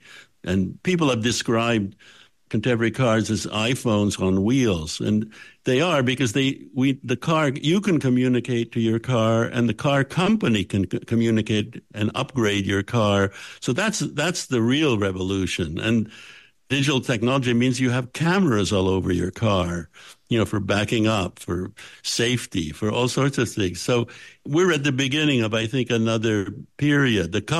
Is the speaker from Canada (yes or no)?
yes; Canada; I grew up in Canada, which is, of course, very cold